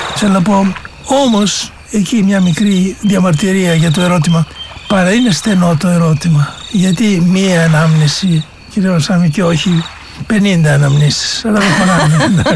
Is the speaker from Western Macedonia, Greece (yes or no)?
yes; Kastoria, Western Macedonia, Greece; born there; also born or lived in Kalambaka / Konitsa; Γεννήθηκα στην Καστοριά.